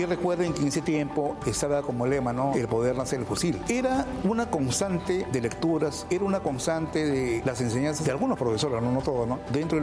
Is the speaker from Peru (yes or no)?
yes; Lima, Peru; Nací en mi casa en Lince, el 26 de agosto de 1958.